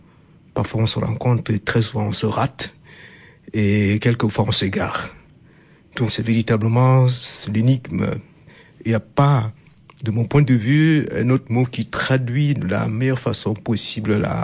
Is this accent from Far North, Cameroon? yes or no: no; Centre, Cameroon; first language Nugunu; French is a second language; moi qui viens du Cameroun, moi qui suis marqué par 250 langues